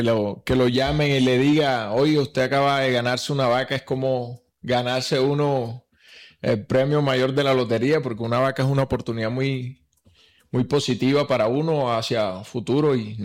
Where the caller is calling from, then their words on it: Sincelejo, Sucre, Colombia; soy de Sincelejo Sucre.